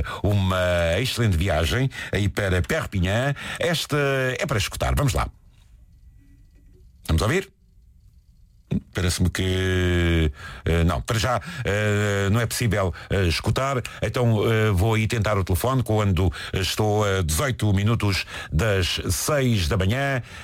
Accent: Porto, Norte, Portugal; Eu também sou da Sé do Porto, mas o André era de Mira.

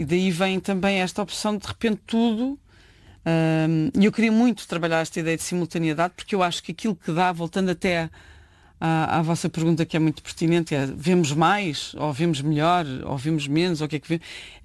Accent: Portugal; sendo eu portuguesa

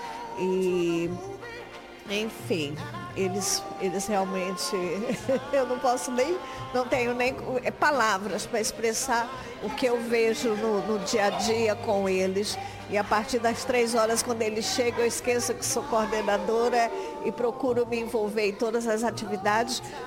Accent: São Luís, Maranhão, Brazil; moved away as an adult; also born or lived in João Pessoa, Paraíba; now in Lisbon, Portugal; eu sou de São Luís do Maranhão, mas era em João Pessoa que eu dava aula.

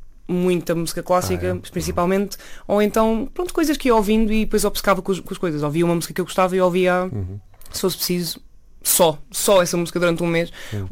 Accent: Massamá, Lisbon, Portugal; moved away as an adult; now in London, United Kingdom; E depois vivi a minha vida basicamente nos subúrbios, ali na linha de Sintra, que é onde eu cresci, ali em Massamá. Como é óbvio, um contacto sempre muito próximo a Lisboa, entre Massamá, que é a luz, e Lisboa, era um bocado o meu universo.

